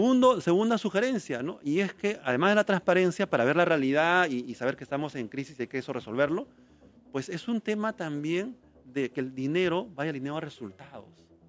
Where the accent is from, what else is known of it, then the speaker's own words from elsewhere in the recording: Peru; en realidad somos nosotros los peruanos, ¿no?